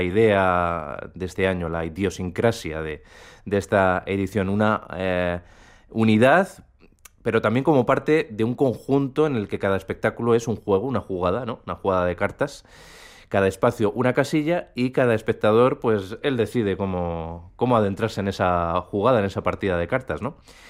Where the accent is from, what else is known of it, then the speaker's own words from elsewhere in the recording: Castilla-La Mancha, Spain; aunque soy de La Mancha, no mancho a nadie